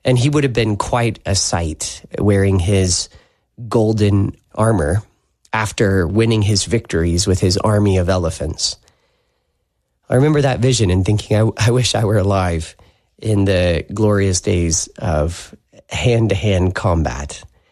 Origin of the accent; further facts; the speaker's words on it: United States; I much prefer being an American